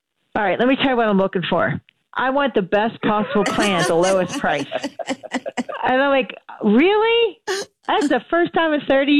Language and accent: English; the North, United States; now in Lowcountry, South Carolina, United States; I am from the North originally, and we're much faster up there.